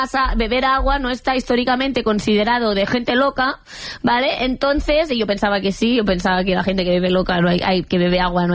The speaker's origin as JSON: {"language": "Spanish", "region": "Catalonia", "country": "Spain", "said": "Yo bebo agua porque soy catalana, ¿vale?"}